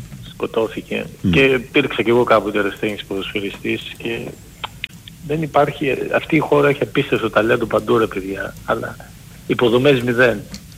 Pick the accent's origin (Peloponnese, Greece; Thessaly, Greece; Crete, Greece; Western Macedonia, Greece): Thessaly, Greece; Volos; γιατί εγώ είμαι από Βόλο